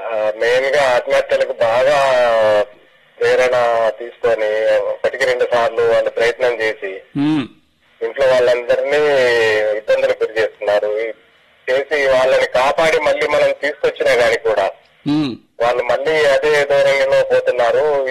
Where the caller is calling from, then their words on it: Telangana, India; Sir, నేను కుట్రాల నుంచి call చేశాను సార్.